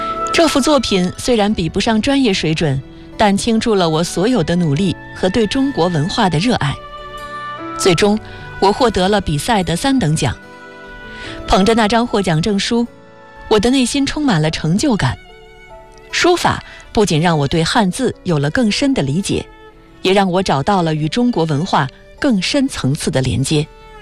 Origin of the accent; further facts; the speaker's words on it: Vietnam; Chinese is a second language; 后来他来越南旅行时，我还帮助他安排住宿，并和他一起游览了我的家乡。